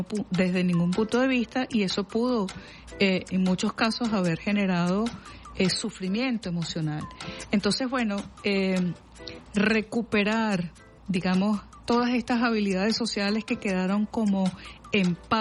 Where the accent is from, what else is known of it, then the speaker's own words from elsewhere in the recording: Venezuela; esto que nos caracteriza como venezolanas y venezolanos, como caribeñas y caribeños